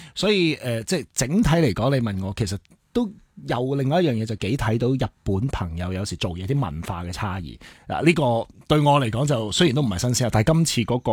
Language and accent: Cantonese; Hong Kong; 我们是香港人